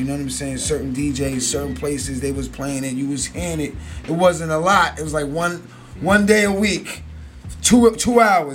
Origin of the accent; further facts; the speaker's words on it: Alabama, United States; Because I'm from Alabama. My whole family's from Alabama. So I love the South.